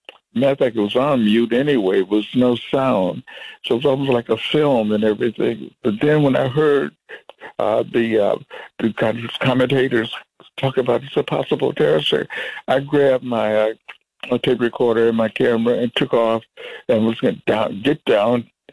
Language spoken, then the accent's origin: English; Detroit, Michigan, United States; Because, you know, growing up in Motown, it's impossible to resist the that kind of urgency to put down your own words, to write your own songs.